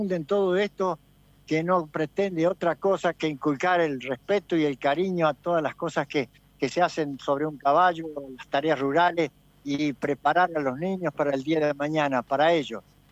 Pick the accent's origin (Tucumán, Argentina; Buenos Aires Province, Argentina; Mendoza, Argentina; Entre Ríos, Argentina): Entre Ríos, Argentina; de estar en distintos países diciendo soy argentino, soy entrerriano.